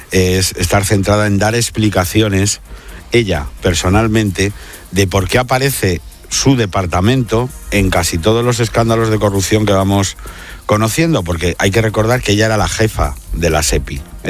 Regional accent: Andalusia, Spain; y luego, como andaluz, estrictamente, ¿cómo vas a votar a la persona que está dando privilegios fiscales a una comunidad más rica

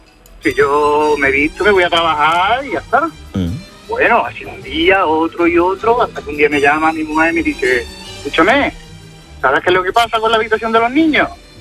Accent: Moriles, Andalusia, Spain; now in Palma de Mallorca, Spain; Soy de Córdoba, soy de un pueblecito de Córdoba.

